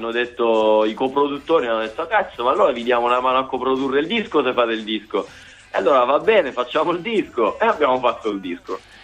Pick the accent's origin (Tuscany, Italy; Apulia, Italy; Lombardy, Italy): Apulia, Italy; Sanarica; moved away as an adult; also born or lived in Bologna / Spain; now in Padua, Italy; io vengo da, vabbè, sono di Lecce, provincia, Sanarica